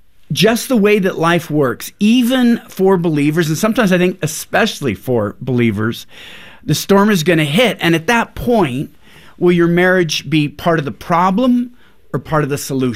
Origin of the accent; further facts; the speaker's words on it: Pacific Northwest, United States